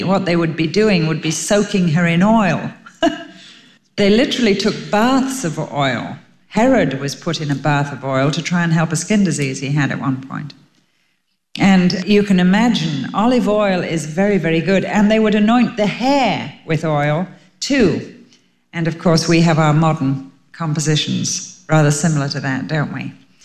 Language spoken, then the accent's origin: English; England, United Kingdom; being English